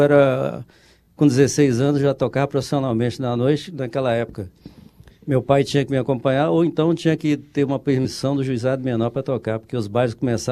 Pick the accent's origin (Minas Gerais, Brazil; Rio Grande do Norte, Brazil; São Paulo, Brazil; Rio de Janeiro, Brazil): Minas Gerais, Brazil; Almenara; A cidade é Almenara.